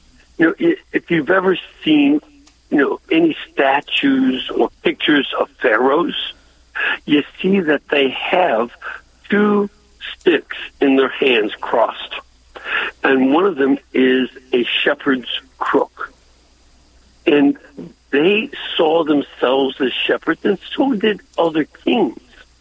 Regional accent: Illinois, United States; I'm from Illinois.

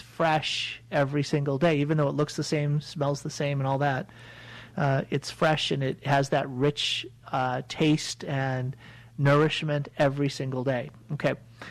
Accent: Boston, Massachusetts, United States; I'm from Boston, and we always said Psalm.

